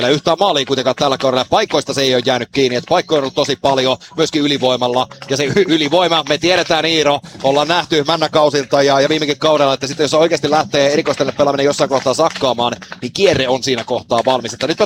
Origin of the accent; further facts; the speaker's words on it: Savonia, Finland; itse kun olen Savonmuolta kotoisin